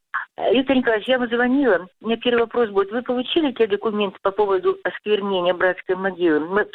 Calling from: Voronezh, Voronezh Oblast, Russia

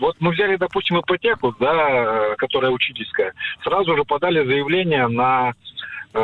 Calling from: Khabarovsk, Khabarovsk Krai, Russia; я из Хабаровска. Я юрист, самозанятый.

